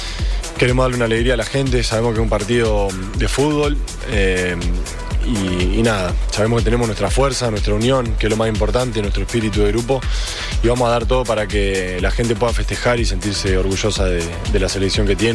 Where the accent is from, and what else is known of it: Argentina